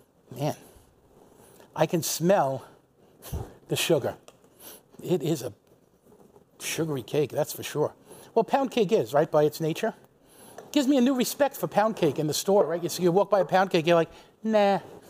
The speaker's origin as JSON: {"language": "English", "town": "West Babylon", "region": "New York", "country": "United States", "tie": "born or raised there", "said": "And the community where I grew up in West Babylon was really a very Catholic community."}